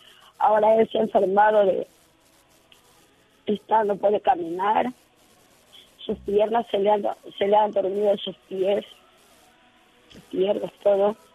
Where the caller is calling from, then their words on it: Puerto Viejo, Manabí, Ecuador; De Puerto Viejo, provincia de Manabí.